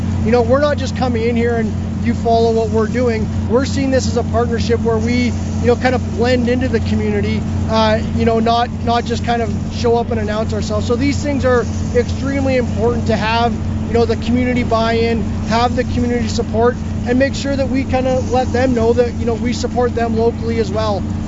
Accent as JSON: {"language": "English", "town": "Saskatoon", "region": "Saskatchewan", "country": "Canada", "said": "because we're from Saskatchewan and Saskatoon and we're from the area"}